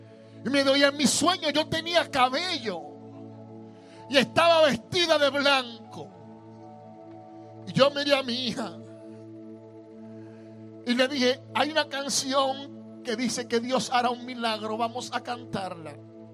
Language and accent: Spanish; Dominican Republic; now in Newark, United States; llego a mi país, a República Dominicana, y comienzo a predicar en un sector llamado Capotillo en mi país.